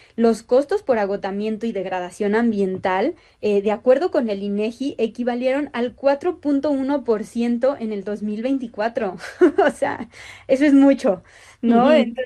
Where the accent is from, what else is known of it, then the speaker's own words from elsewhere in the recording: Toluca, State of Mexico, Mexico; Porque ya ves que yo soy originaria de Toluca, ¿no?